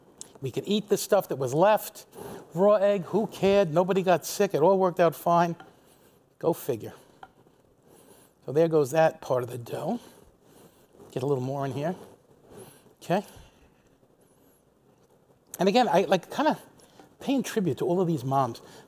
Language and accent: English; West Babylon, New York, United States; born or raised there